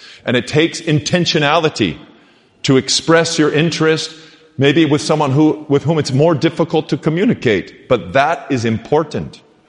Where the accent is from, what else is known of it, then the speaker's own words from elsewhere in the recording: Los Angeles, California, United States; I've never really grown up with Anglo-Saxons because I grew up in Los Angeles.